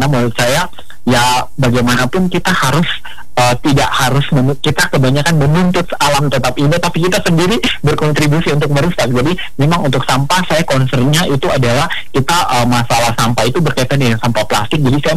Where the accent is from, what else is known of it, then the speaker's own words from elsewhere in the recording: Rote Island, East Nusa Tenggara, Indonesia; saya lahir di Pulau Rote